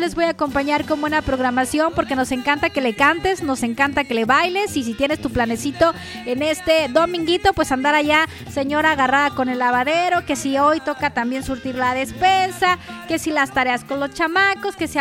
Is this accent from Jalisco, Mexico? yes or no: no; Sinaloa, Mexico; Somos mexicanos, ajúa. Somos, y luego orgullosamente, sinaloenses.